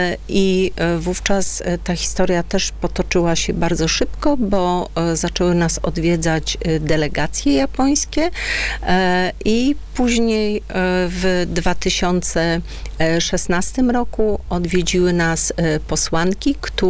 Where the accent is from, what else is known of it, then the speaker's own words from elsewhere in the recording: Wejherowo, Pomeranian Voivodeship, Poland; wiedząc, że jesteśmy z Wejherowa, przychodzili i dotykali nas za ramię i pani jest z Wejherowa, z tego Wejherowa.